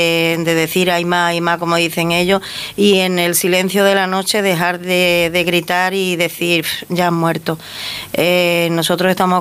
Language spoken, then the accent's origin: Spanish; Ceuta, Spain; yo soy nacida aquí en Ceuta, de padre ceutís también, todos mis hermanos, toda la familia